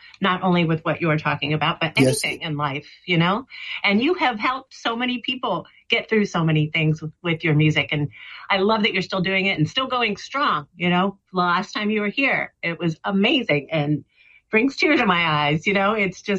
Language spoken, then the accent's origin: English; Mount Vernon, Ohio, United States; where I grew up, my hometown, Mount Vernon, Ohio.